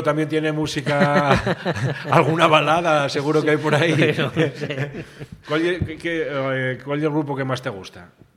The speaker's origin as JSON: {"language": "Spanish", "town": "Valladolid", "region": "Castile and León", "country": "Spain", "said": "Oye, que soy de Valladolid"}